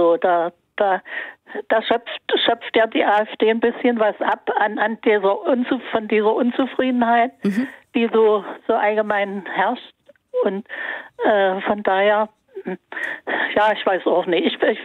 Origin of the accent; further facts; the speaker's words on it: Dessau, Saxony-Anhalt, Germany; born there; moved away as an adult; now in Münster, Germany; Ich bin Sachsen-Anhaltinerin. Ich komme aus Dessau. Ich bin dort geboren worden, 1947. Also ich habe die ganze, wir sind immer abgehauen, 1988, mein Mann und ich. Also ich habe die ganze DDR erlebt, sozusagen.